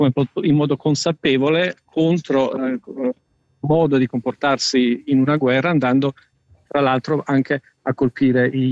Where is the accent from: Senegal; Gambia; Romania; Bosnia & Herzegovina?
Bosnia & Herzegovina; Sarajevo, Federation of Bosnia and Herzegovina; moved away; io sono nato a Sarajevo, ho vissuto lì fino all'inizio della guerra, ci sono stato anche nei primi 10 giorni della guerra